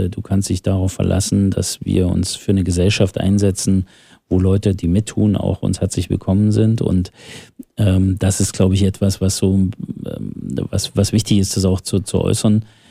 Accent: Thuringia, Germany; ich komme aus dem Saale-Holstein-Kreis

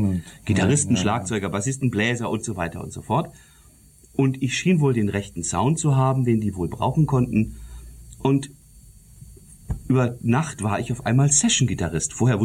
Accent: Detmold, North Rhine-Westphalia, Germany; Ich stamme eigentlich aus Nordrhein-Westfalen, aus Lippe-Detmold. Das ist eine Stadt, die ist ungefähr vergleichbar mit Eisenach. Die ist so klein, liegt im Teutoburger Wald

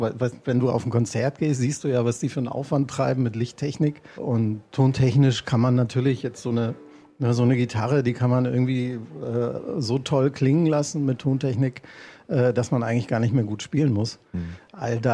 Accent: Haselünne, Lower Saxony, Germany; da wo ich aufgewachsen bin, in Haselünne, das ist im Norden Deutschlands, im Emsland, fast an der Nordsee

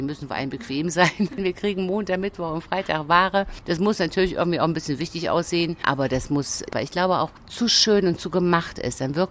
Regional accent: Jena, Thuringia, Germany; born there; now in Dresden, Germany; Ich bin vor vielen, vielen Jahren hier mal geboren in Jena, bin aber seit 24 Jahren in Dresden zu Hause. Habe eine kleine Wohnung am Planetarium

